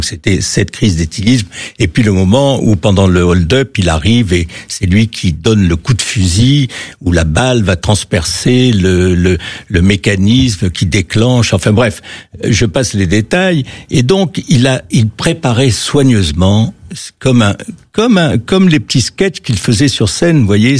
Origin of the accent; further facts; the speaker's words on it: Marseille, Provence-Alpes-Côte d'Azur, France; moi-même je suis marseillais